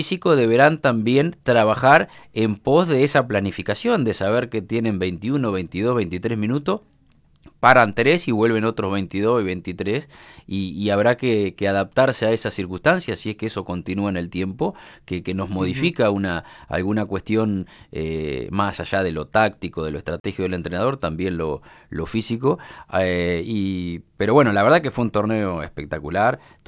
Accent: Argentina; somos argentinos.

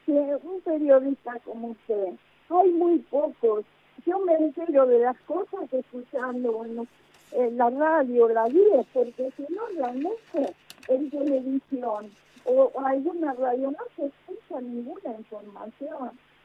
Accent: Argentina; Le digo la verdad, me emociona, soy muy argentina.

